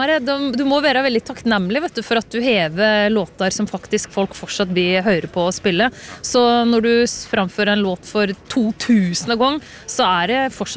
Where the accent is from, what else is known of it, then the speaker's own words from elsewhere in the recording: Edland, Vestfold og Telemark, Norway; Jeg vokste opp I Edland, øvst I Vinje kommune